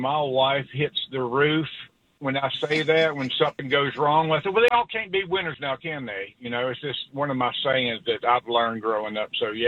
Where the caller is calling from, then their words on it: Alabama, United States; I'm from Alabama. That definitely sounds somewhere down in the dirty South.